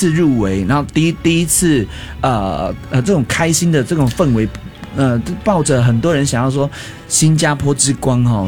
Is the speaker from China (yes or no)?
no; Taiwan; 这是我一个身为一个台湾人哈